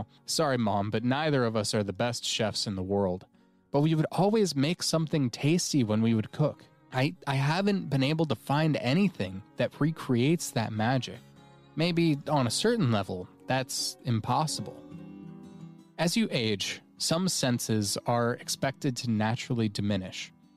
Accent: Colorado, United States; And funnily enough, one of the owners, Joel Adams, is also from Colorado, about an hour north from my hometown.

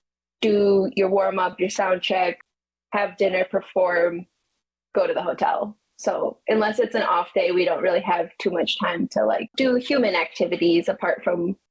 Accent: Michigan, United States; we're from Michigan, so dolphin sightings are, you got to pay for those.

